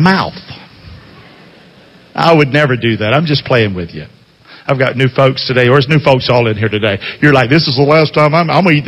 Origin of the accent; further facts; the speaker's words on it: United States; I'm from there. I'm from Carolina.